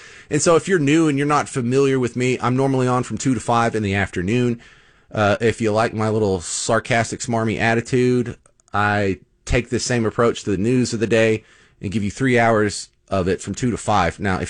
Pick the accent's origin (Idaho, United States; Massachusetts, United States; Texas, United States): Texas, United States; as a Texan, isn't everything supposed to be a competition?